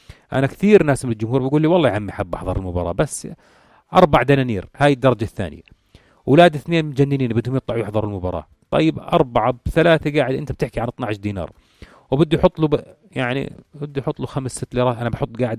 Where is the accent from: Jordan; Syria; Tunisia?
Jordan; عندنا بالأردن